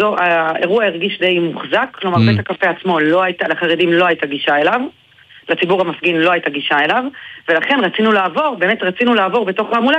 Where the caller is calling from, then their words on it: Tel Aviv, Tel Aviv District, Israel; אני ואחי, מתל אביב